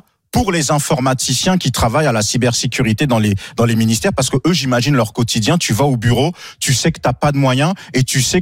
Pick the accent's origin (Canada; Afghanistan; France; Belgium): France; C'est doublement injuste parce que nous, en tant que Français, on se dit que ce sont eux les branquignoles.